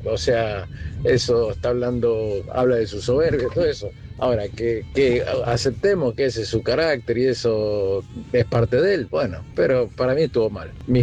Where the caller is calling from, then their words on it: Buenos Aires, Argentina; de Capital.